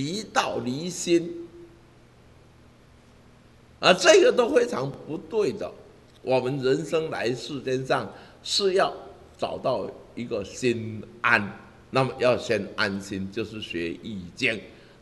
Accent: Taiwan

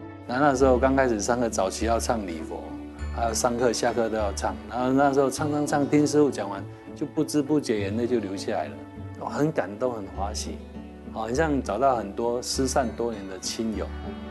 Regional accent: Hualien County, Taiwan; now in Taitung, Taiwan; 师父就是说我是花莲人

